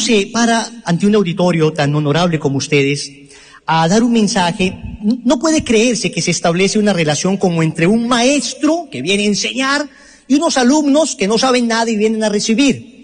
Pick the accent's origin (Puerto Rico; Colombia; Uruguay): Colombia; decimos en Colombia, en mi tierra, la repetición de la repetidera.